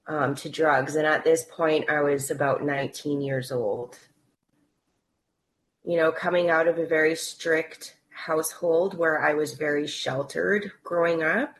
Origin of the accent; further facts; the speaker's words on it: Agassiz, British Columbia, Canada; also born or lived in Vernon; I was born into the Okanagan Indian Band up in Vernon, BC. And I was put into the foster care system as a baby. And I was adopted by … from Agassiz, from the Stateless Reservation.